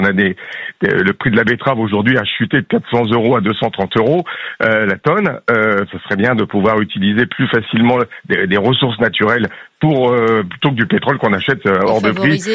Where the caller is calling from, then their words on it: Tinqueux, Grand Est, France; moi j'habite à Tinqueux, à côté de Reims